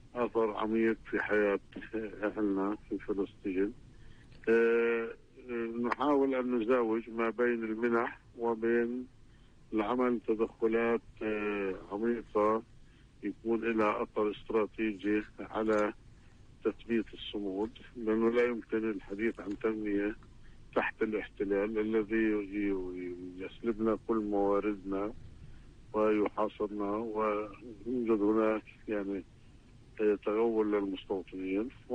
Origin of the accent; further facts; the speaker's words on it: Palestine; حياتنا كفلسطينيين